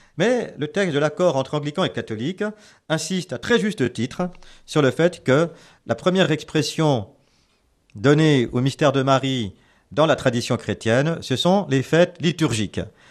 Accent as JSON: {"language": "French", "country": "United Kingdom", "accent": "English", "second_language": "French", "said": "Excusez toujours mon accent anglais inimitable"}